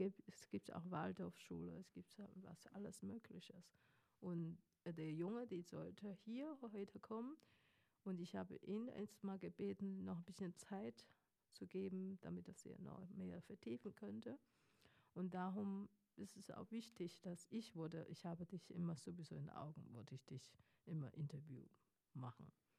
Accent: Mongolia; German is a second language; Ja, tut mir leid, ich bin anders sauter als normale Chinesen. Wir kommen aus Mongolei.

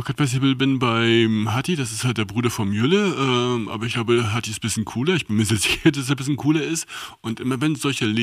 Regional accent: Leipzig, Saxony, Germany; Ich komme aus Leipzig.

